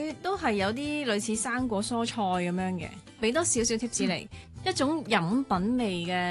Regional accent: Hong Kong

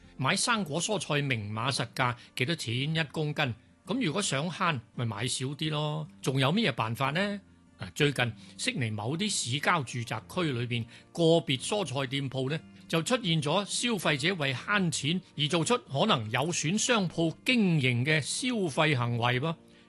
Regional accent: Hong Kong; now in Sydney, Australia; 仲记得细个喺香港嘅时候呢

